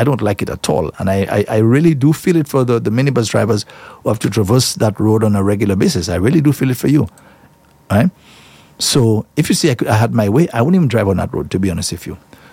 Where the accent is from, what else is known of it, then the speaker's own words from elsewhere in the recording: La Clery, Castries, St. Lucia; La Clairie, that's my hometown